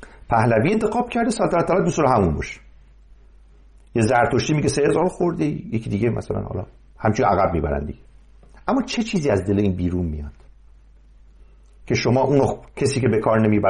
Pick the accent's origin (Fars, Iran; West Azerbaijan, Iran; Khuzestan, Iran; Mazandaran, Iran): Mazandaran, Iran; من چون مازندرانی هستم از اونجا شروع میکنم.